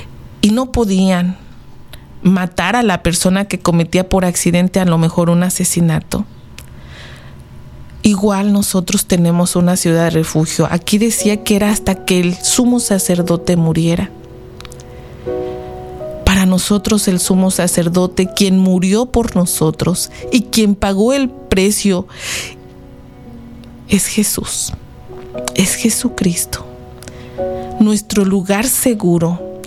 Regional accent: Mexico; moved away; Yo soy de México.

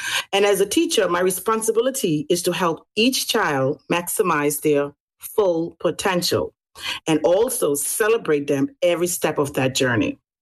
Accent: North Caicos, Turks & Caicos Islands; I hail from the Green Island of North Caicos.

